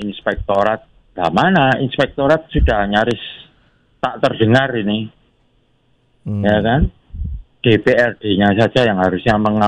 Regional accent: Sidoarjo, East Java, Indonesia; Ini saya ini kan dari Sidoarjo nih, Jawa Timur.

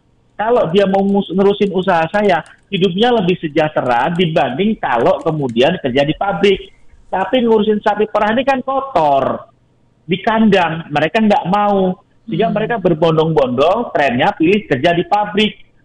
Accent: Boyolali, Central Java, Indonesia; Pak … dari Boyolali, selamat siang. Saya orang Boyolali, Pak …. Boyolalinya di mana, Pak …?

